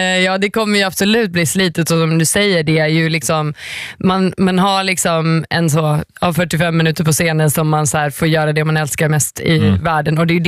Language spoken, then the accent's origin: Swedish; Finland; avsluta i Finland, liksom mitt hemland.